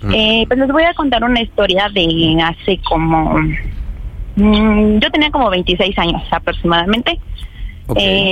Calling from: State of Mexico, Mexico; Tengo 33 años y soy del Estado de México.

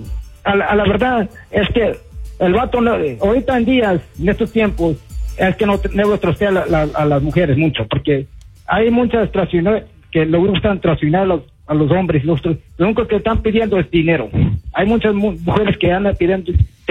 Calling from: Austin, Texas, United States; Y yo soy de aquí, de Austin.

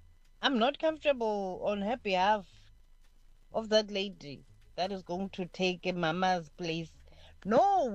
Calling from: South Africa; I am calling from the Ekurhuleni, the Eastern Cape.

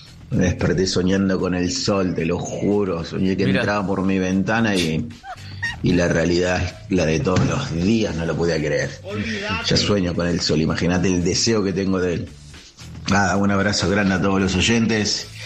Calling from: Bernal, Buenos Aires Province, Argentina; el cocinero de Bernal.

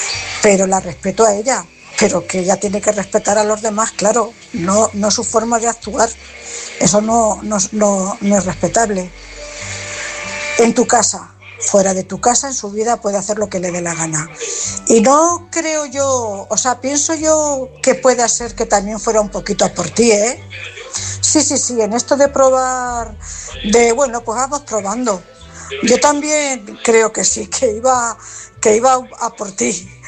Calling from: Cuenca, Castilla-La Mancha, Spain; Buenas noches … corresponsal de Cuenca.

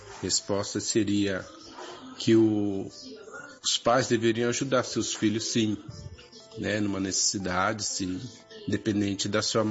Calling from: Sertãozinho, Brazil; nós somos aqui de Sertãozinho

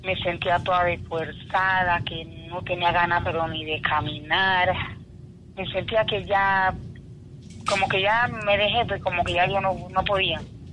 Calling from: Colón, Panama; Bueno, yo soy acá de Colón.

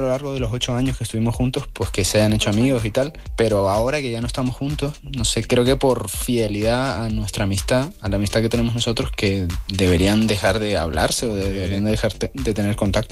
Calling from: Canary Islands, Spain; de Gran Canaria.

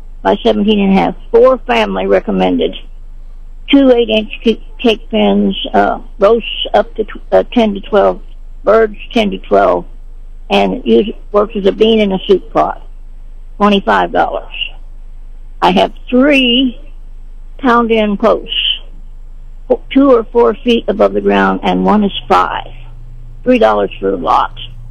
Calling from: Sedalia, Missouri, United States; Okay, I'm calling from Sedalia.

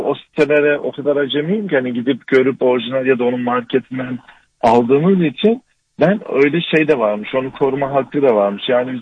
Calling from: Mersin, Turkey; Mersin'den.

